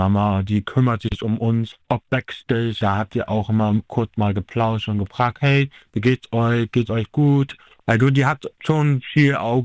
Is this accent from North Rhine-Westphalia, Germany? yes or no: no; Neubrandenburg, Mecklenburg-Vorpommern, Germany; Na klar, bleibt Neubrandenburg meine Heimatstadt im Herzen auch vor allem, weil meine Familie wohnt ja dort.